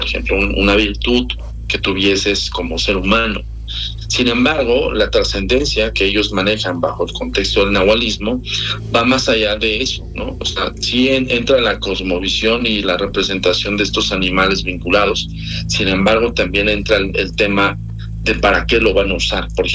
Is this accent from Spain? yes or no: no; Mexico; Yo jamás, es más, ni siendo mexicano, soy así como, claro, idiático.